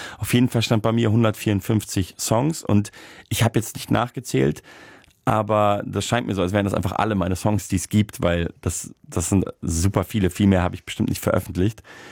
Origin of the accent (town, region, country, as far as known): Munich, Bavaria, Germany